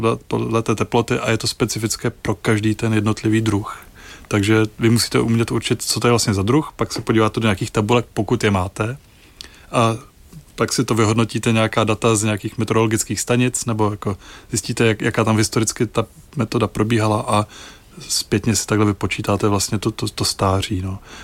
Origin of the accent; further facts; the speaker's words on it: Bohemia, Czechia; A u nás v Čechách vlastně tohoto můžeme taky vidět